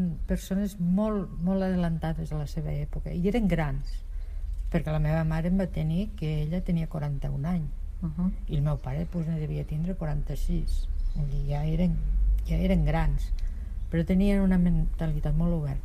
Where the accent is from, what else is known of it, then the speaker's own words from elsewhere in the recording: Ginestar, Catalonia, Spain; moved away as an adult; Jo sóc de Ginestar, vaig néixer aquí i vaig viure aquí fins als 50 anys. Vull dir, vaig estar molts anys aquí